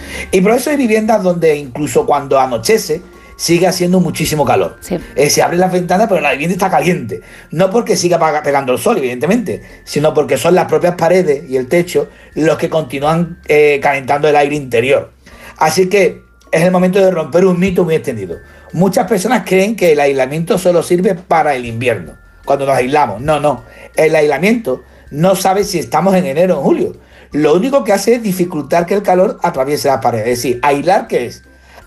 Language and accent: Spanish; Seville, Andalusia, Spain; Sevilla, yo no he vivido esa juventud y esa infancia.